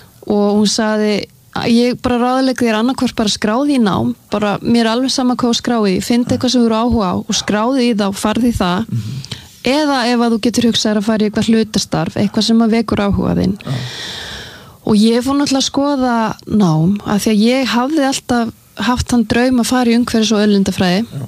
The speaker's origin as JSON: {"language": "Icelandic", "country": "Sweden", "tie": "born or raised there"}